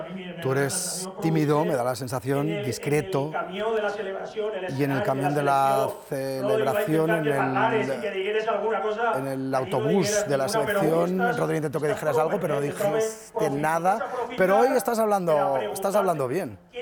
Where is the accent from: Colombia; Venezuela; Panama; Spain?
Spain; Valencian Community; yo siempre lo he dicho, soy valenciano, soy español